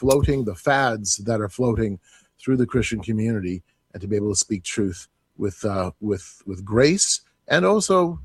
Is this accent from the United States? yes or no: no; Canada; I can look at my own country, Canada. I'm from Canada